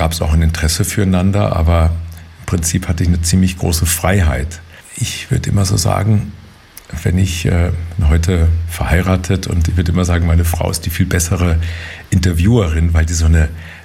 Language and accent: German; Hesse, Germany; accent: Hessian; Auf Hessisch so Topfgucker.